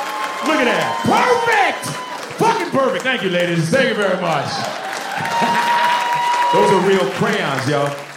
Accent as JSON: {"language": "English", "country": "Nigeria", "said": "I'm Nigerian, man, so I remember telling my, you know, when you tell black people in Chicago, when I told my black American friends I was Nigerian"}